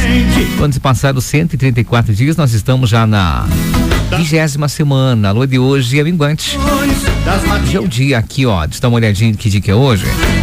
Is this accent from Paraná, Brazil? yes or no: yes; Rebouças, Paraná, Brazil; moved away; esse povão querido aí da cidade de Rebouças? Ô, meu povo querido, a minha terra, inclusive